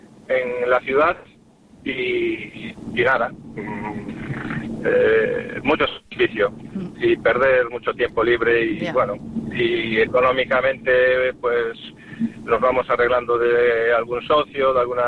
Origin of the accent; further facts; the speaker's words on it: Vigo, Galicia, Spain; yo soy de Alcabre, soy de Alcabre de toda la vida